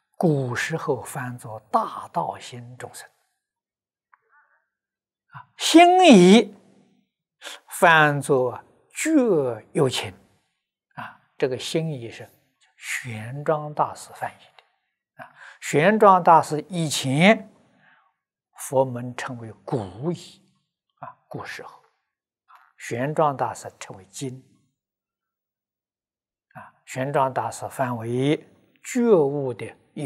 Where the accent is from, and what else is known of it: China